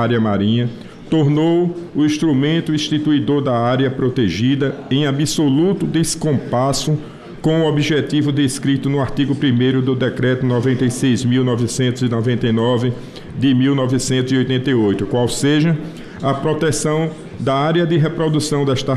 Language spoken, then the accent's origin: Portuguese; Sergipe, Brazil; Eu inicio meu relatório parabenizando o senador Alessandro Vieira, lá do meu estado de Sergipe, autor do projeto.